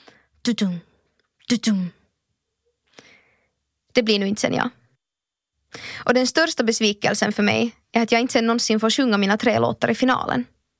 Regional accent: Finland; first language Swedish; moved away as an adult; also born or lived in London; now in Stockholm, Sweden; Finland kommer ju alltid att vara mitt hem-hem. Men på många sätt känner jag också att jag hittar hem i Stockholm.

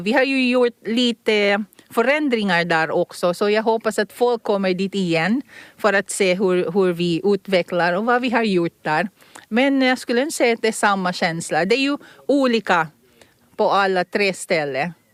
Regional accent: Philippines; first language Tagalog; Swedish is a second language; now in Åland, Finland; Lollo betyder morfar eller farfar i mitt språk, som är Tagalog. Jag kommer från Filippinerna.

